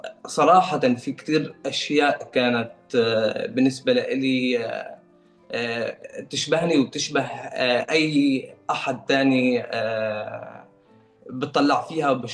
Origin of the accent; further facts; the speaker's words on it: Syria; نحن السوريين، يعني مطرحي كسوري نحن ربينا على مناصره القضيه الفلسطينيه